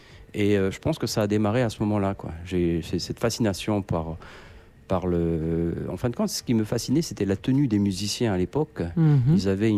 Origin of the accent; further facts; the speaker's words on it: Nouméa, New Caledonia; born there; Je suis né à Nouméa.